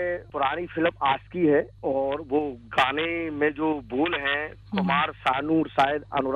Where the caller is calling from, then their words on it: Jabalpur, Madhya Pradesh, India; जबलपुर में, मैं भेड़ा घाट के पास में स्थित है मेरा गाँव ग्राम बगरई।